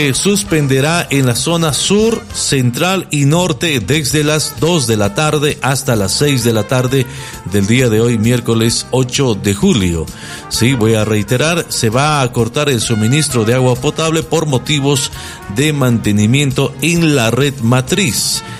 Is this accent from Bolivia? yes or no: yes; Bolivia; todos somos bolivianos